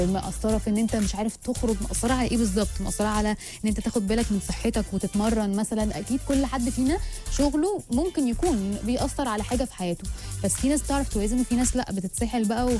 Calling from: Suez, Suez Governorate, Egypt; صباح الخير، … من السويس

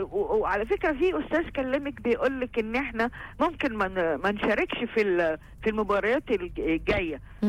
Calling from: Egypt

